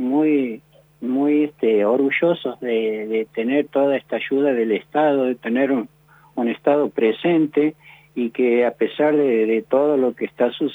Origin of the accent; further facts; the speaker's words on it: Beltrán, Santiago del Estero, Argentina; soy oriundo de Beltrán